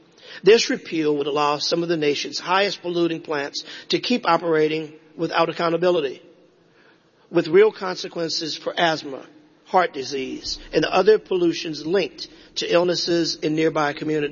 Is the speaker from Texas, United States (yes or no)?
no; Louisiana, United States; I'm from South Louisiana, where energy production, refineries, major ports, and chemical manufacturing are part of the economic backbone of our state.